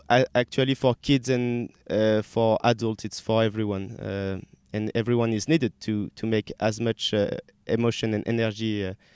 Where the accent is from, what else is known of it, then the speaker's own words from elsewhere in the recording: France; English is a second language; a lot of people helped me on translation because I'm not from South Africa, I'm from France.